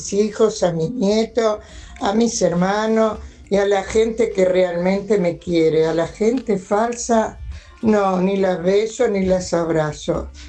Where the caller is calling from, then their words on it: San Justo, Buenos Aires Province, Argentina; de San Justo.